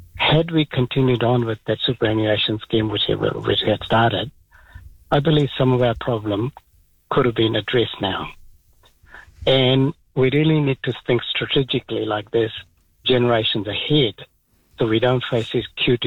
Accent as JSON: {"language": "English", "country": "New Zealand", "said": "Hey, this debt is quite a problem for as a Kiwi, and I feel collectively we need to do something in order to bring that down."}